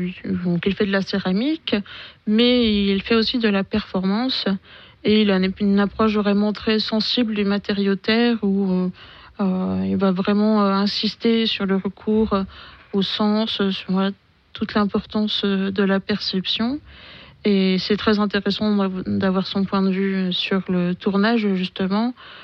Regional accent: Chalon-sur-Saône, Bourgogne-Franche-Comté, France; moved away as an adult; now in Besançon, France; Non, je suis née à Chalon-sur-Saône et j'ai grandi en Saône-et-Loire.

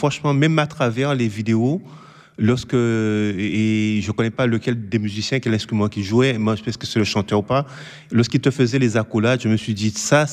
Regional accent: Guadeloupe; je suis de la Guadeloupe.

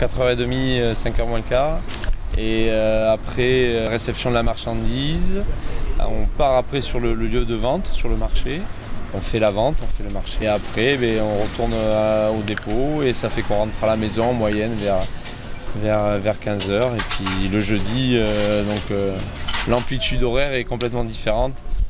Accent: Bordeaux, Nouvelle-Aquitaine, France; Je suis originaire de Bordeaux et donc depuis 26 ans, tous les jeudis, je viens à Hoche pour faire le marché.

